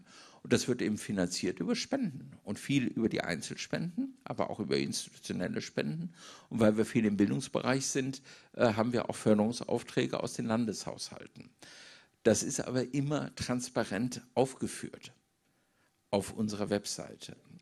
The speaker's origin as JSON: {"language": "German", "town": "Düsseldorf", "region": "North Rhine-Westphalia", "country": "Germany", "said": "Ich komme aus Düsseldorf"}